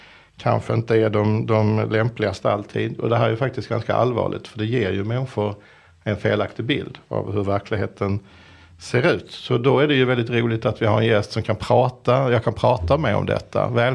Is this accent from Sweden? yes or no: yes; Skåne, Sweden; accent: Scanian; jag tycker att skånska är väldigt fult och jag tycker inte om min egen dialekt.